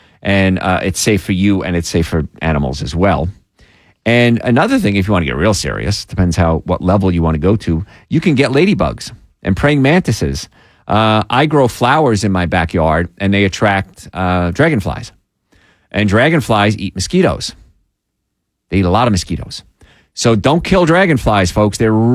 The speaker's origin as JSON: {"language": "English", "region": "Louisiana", "country": "United States", "tie": "born or raised there"}